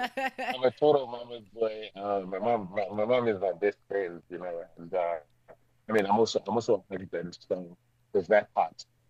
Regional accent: Zimbabwe; my mother is from Mozambique, and I grew up in Zimbabwe as well.

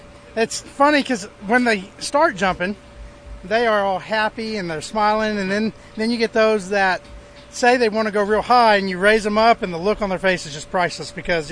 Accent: Oklahoma City, Oklahoma, United States; I am actually from Oklahoma City.

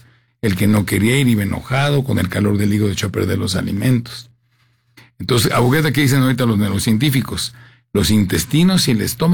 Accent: Tijuana, Baja California, Mexico; Yo crecí en Tijuana.

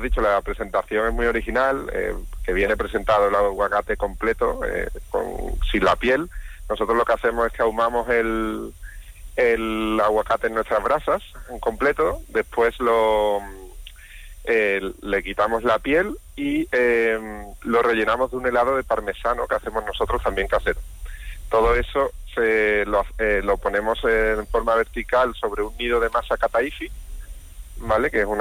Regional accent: Mairena del Aljarafe, Andalusia, Spain; moved away as an adult; also born or lived in Latin America; yo soy de Mairena de toda la vida, pero bueno, hace muchos años me fui a Latinoamérica

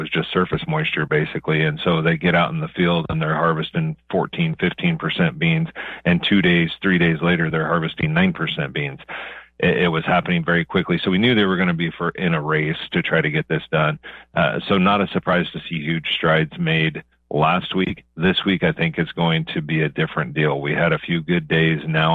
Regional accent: Kansas, United States; where I grew up in Western Kansas

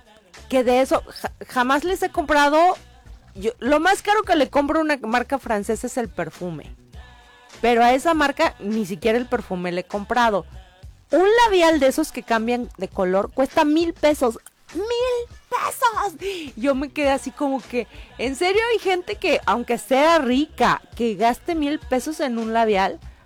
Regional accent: Ciudad Guzmán, Jalisco, Mexico; moved away; Yo me crié en Ciudad Guzmán, que está a una hora de Colima.

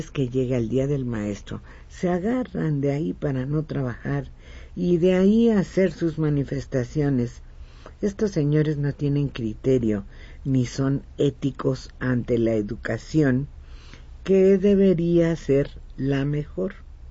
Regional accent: Xolox, State of Mexico, Mexico; Siendo mexicana, egresada de escuelas públicas en mi pueblito de Xolox, en el Estado de México

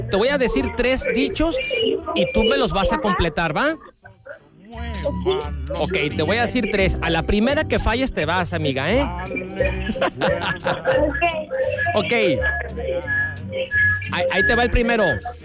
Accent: Baja California Sur, Mexico; Yo soy sudcaliforniano, ¿eh? Soy sudcaliforniano.

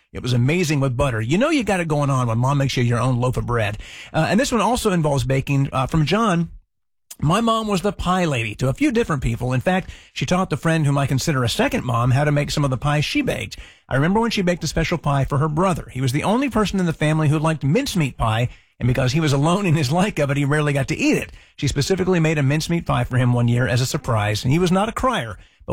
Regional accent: Ohio, United States; a mall in Dayton, Ohio, where I grew up outside of Dayton

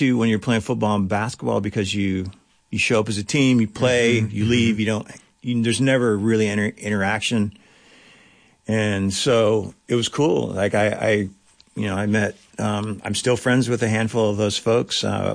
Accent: Big Sandy, Montana, United States; moved away; my hometown in Big Sandy?

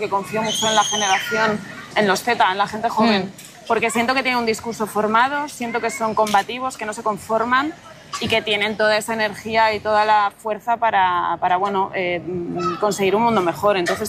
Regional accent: Segovia, Castile and León, Spain; yo soy de Segovia.

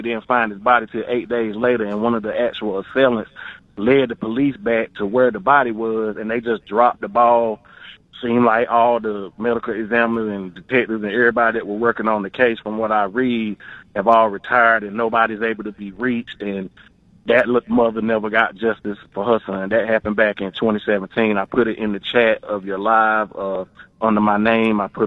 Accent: North Carolina, United States; I'm from North Carolina.

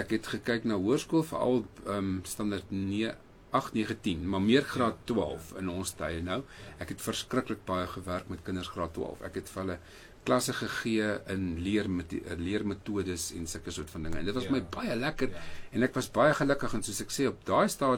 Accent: Mpumalanga, South Africa; moved away; also born or lived in White River; Ek is gebore in Mpumalanga, in Oost-Transvaal, daai jare gewees. Ek het groot geword daar. Ek is 'n boerse kind. Ek het daar op 'n plaas groot geword.

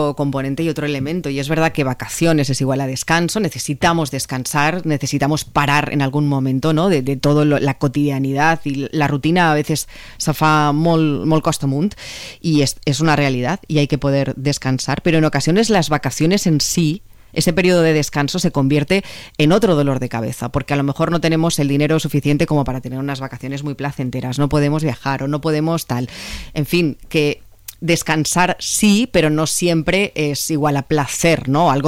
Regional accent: Balearic Islands, Spain; yo como mallorquina

